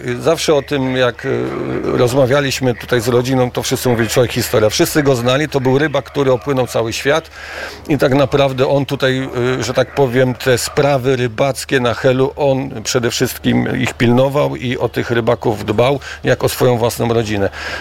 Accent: Władysławowo, Pomeranian Voivodeship, Poland; born or raised there

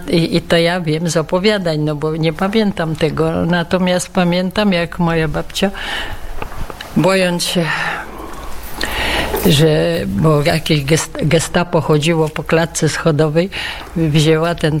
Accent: Warsaw, Masovian Voivodeship, Poland; Tak, jest urodzona w Warszawie, jestem. I całe moje dorosłe życie i pracę w Warszawie, i moi rodzice też.

